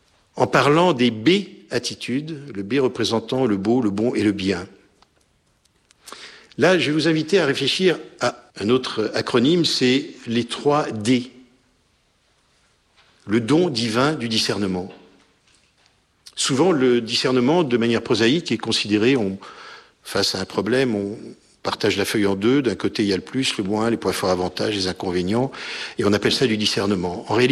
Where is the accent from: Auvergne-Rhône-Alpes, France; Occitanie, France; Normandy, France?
Auvergne-Rhône-Alpes, France; Annecy; moi je viens d'Annecy.